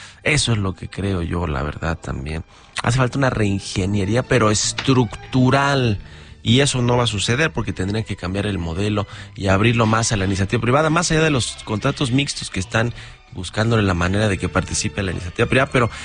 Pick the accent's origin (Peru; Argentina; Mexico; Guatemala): Mexico; lo que sí somos es que somos muy mexicanos los mexicanos